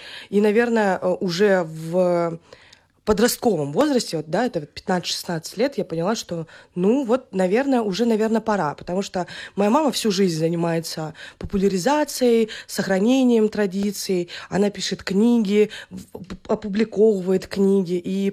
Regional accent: Anyuysk, Chukotka Autonomous Okrug, Russia; moved away; also born or lived in Bilibino; Я родилась в городе Билибино. Малой родиной своей считаю село Анюйск, и вообще Чукотка для меня это родные места моих родителей, это Амалон, Анюйск, Билибино

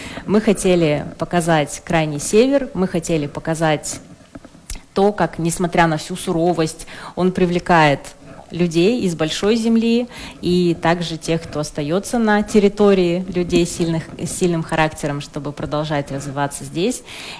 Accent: Chelyabinsk, Chelyabinsk Oblast, Russia; born there; Я родилась в Челябинске, на Южном Урале

